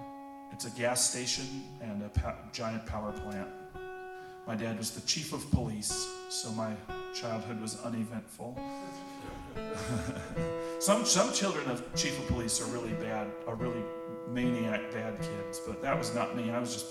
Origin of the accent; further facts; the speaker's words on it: Wheatland, Wyoming, United States; I grew up in Wheatland, Wyoming.